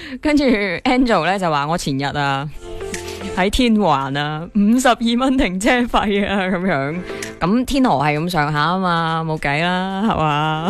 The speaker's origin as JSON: {"language": "Cantonese", "region": "Guangdong", "country": "China", "said": "我哋广东人就系咁务实噶嘛"}